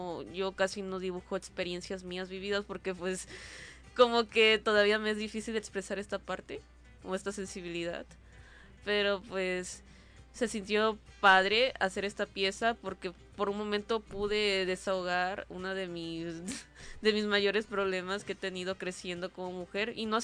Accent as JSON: {"language": "Spanish", "town": "Acapulco", "region": "Guerrero", "country": "Mexico", "tie": "born there", "also_born_or_lived": "Mexico City", "said": "soy de la Ciudad de México, pero me crié aquí, pero me han criado como más media extranjera, entonces es como de que no sabes a dónde perteneces"}